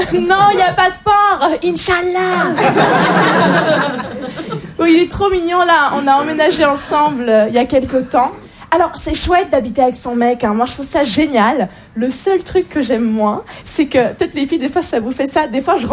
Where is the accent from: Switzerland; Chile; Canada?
Switzerland